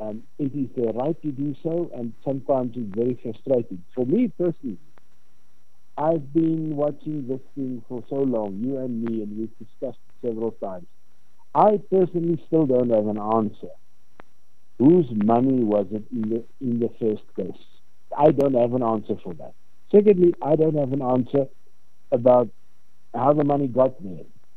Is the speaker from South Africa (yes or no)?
yes; Gauteng, South Africa; I grew up in the Vaal Triangle. In other words, the ward, Everton, is really not far from where I grew up as a child. And I left the Vaal Triangle